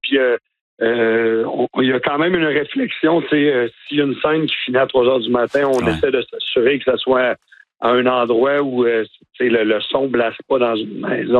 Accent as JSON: {"language": "French", "town": "Baie-Saint-Paul", "region": "Quebec", "country": "Canada", "tie": "born or raised there", "said": "Moi et Anne-Marie, qui a parti de l'événement avec moi, on est born and raised, là, on est de Baie-Saint-Paul, fait qu'on connaît les gens"}